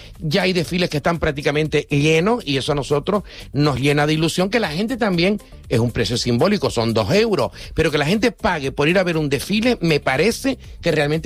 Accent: Canary Islands, Spain; somos canarias.

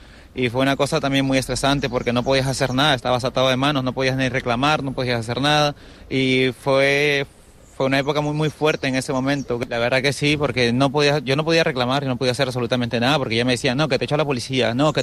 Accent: Peru; moved away as an adult; now in Las Palmas de Gran Canaria, Spain; Yo soy peruano

